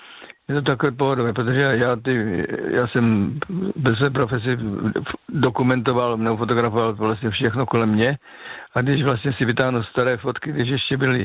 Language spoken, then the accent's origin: Czech; Moravian Slovakia, Czechia; já pocházím z Moravského Slovácka a tam jsme vlastně byli 3 generace babičky, rodiče a my kluci jako